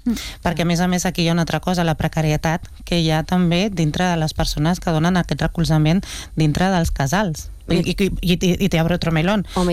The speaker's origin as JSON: {"language": "Catalan", "town": "Montcada i Reixac", "region": "Catalonia", "country": "Spain", "said": "Jo sóc de Montcada"}